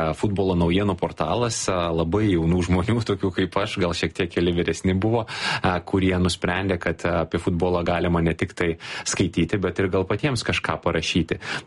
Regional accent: Vilnius, Vilnius County, Lithuania; born or raised there

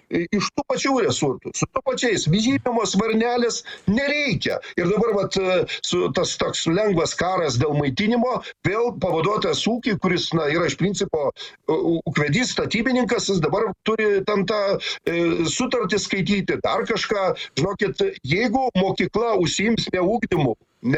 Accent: Kaunas, Kaunas County, Lithuania; Kaune mes, aš kaunietis

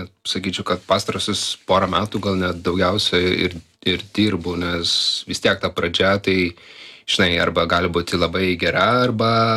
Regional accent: Kaunas, Kaunas County, Lithuania; Tada Žalgirio, čia aš kaip kaunietis, tai

